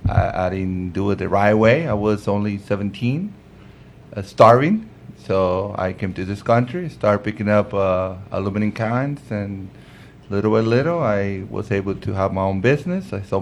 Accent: Sinaloa, Mexico; I'm from Sinaloa.

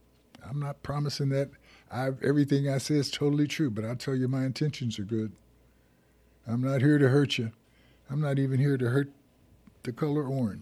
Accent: United States; since I'm in America, and I'm an American

